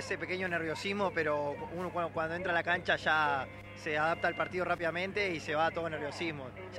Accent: General Roca, Río Negro, Argentina; born there; also born or lived in Neuquén / San Juan; now in Cipolletti, Argentina; nací en Roca, sería, después me vine a vivir a Neuquén y bueno, estaba jugando en San Juan este último año y nada, ahora estamos acá, este nuevo desafío acá en Cipolletti

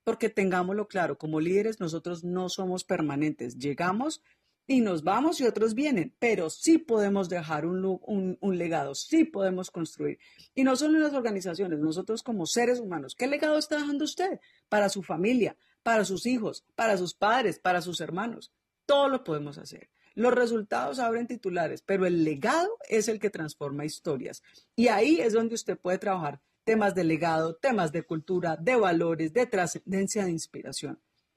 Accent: Colombia; yo por lo menos como colombiana

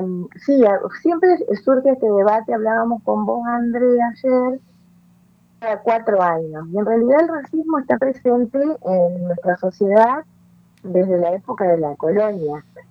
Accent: Argentina; en Argentina habemos afrodescendientes y no todos ni todas tenemos la tez morena ni respondemos al estereotipo o al fenotipo, en realidad, que se espera del afrodescendiente.

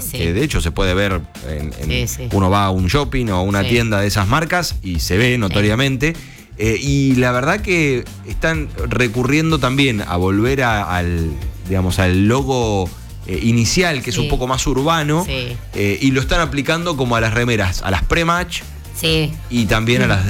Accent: Argentina

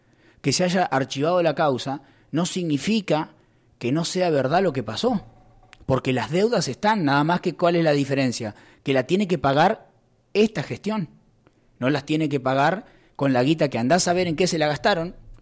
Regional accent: Sierra Colorada, Río Negro, Argentina; Tanto que me canso de hablar de mi pueblo, mi querido Sierra Colorada y qué sé yo cuántas cosas más

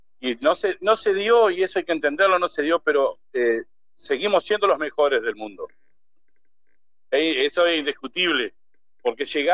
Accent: Argentina; somos argentinos.

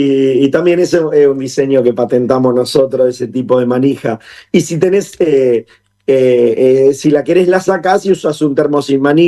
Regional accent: Argentina; cómo somos los argentinos

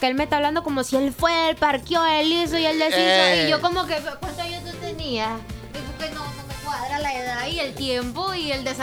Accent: Colón, Panama; Yo no soy fresa, yo soy de Colón. Yo soy de la city de Colón.

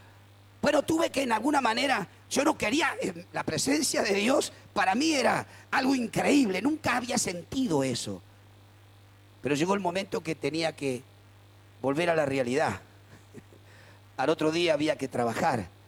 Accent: Quilmes, Buenos Aires Province, Argentina; abuelos españoles y abuelos italianos. Vinieron directamente a Quilmes, aquí en Quilmes nací, aquí me crié, conocí a todo el mundo

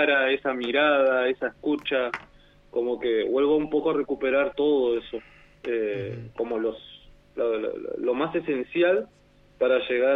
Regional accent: Argentina; somos parte de un mismo lugar, digamos, somos parte de la Argentina.

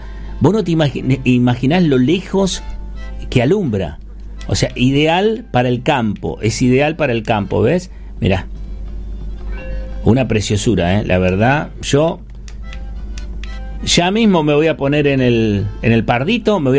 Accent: Santiago del Estero, Argentina; Ustedes saben que nosotros apuntamos mucho a Santiago del Estero porque somos oriundos de Santiago, ¿sí?

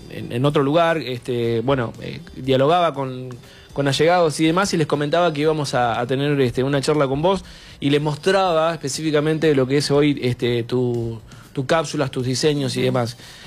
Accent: Argentina

